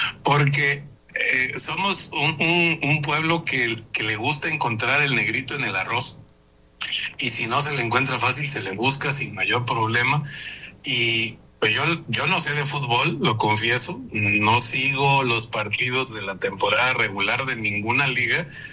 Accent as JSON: {"language": "Spanish", "country": "Mexico"}